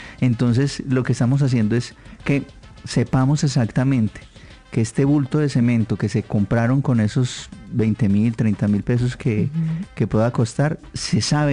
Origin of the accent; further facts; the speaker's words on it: Apía, Risaralda, Colombia; Yo soy de Apia Risaralda, sí. De la vereda San Carlos, de sector El Hoyo